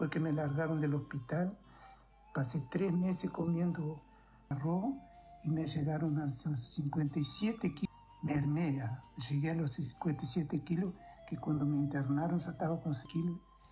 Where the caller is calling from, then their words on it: Tacuarembó, Uruguay; Señor, soy de aquí de Tacuarembó.